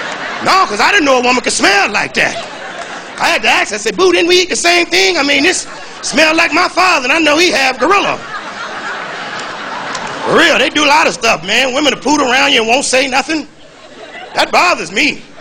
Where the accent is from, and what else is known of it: Chicago, Illinois, United States